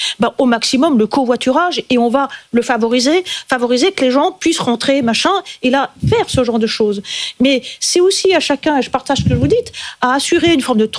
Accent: Île-de-France, France; moi, je viens des Yvelines, l'infrastructure n'est pas terrible.

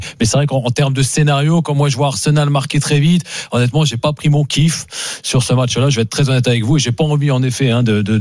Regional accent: France; Je suis très heureux en tant que Français

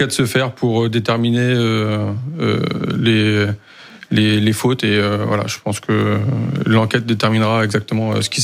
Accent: Erquy, Brittany, France; chez nous, à Erquy

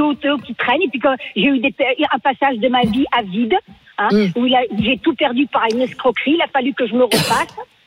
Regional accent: France; born there; moi, je suis née en France. Mes parents, à l'époque, n'avaient pas demandé la nationalité française.

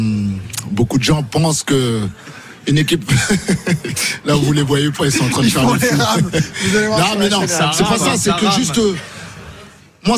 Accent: Senegal

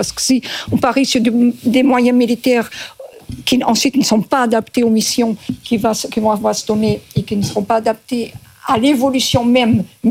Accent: Portugal; Moi, je suis portugaise à 100%.

